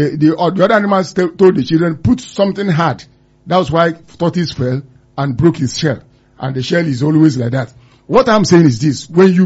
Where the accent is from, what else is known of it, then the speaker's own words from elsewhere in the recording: Anambra, Nigeria; I'm from Anambra State.